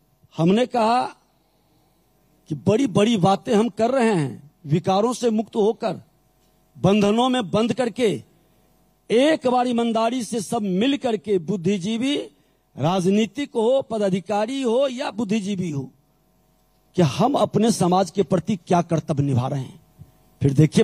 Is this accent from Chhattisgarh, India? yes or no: no; Bihar, India; मैं बिहारी हूं।